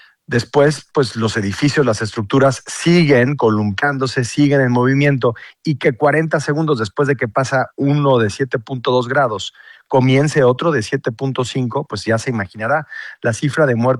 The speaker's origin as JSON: {"language": "Spanish", "country": "Mexico", "said": "Como mexicano, estar en medio de una zona de desastre provocada por un terremoto, pues es recordar muchísimas cosas, pero sobre todo recordar la solidaridad, el apoyo que hemos recibido en el 85, en 2017"}